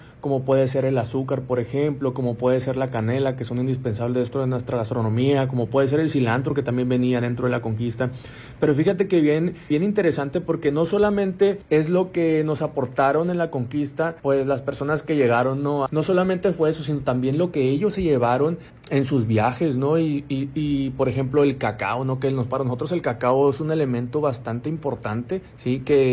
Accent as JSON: {"language": "Spanish", "country": "Mexico", "said": "soy mexicano"}